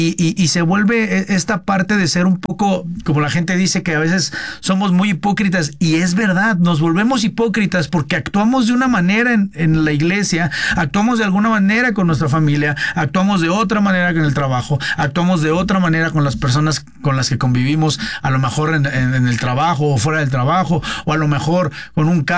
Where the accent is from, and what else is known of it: Mexico